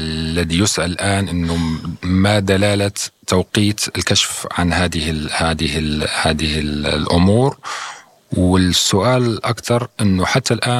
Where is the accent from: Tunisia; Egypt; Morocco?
Morocco; now in Russia; كمغربي بالدرجة الأولى وكمواطن روسي في الدرجة الثانية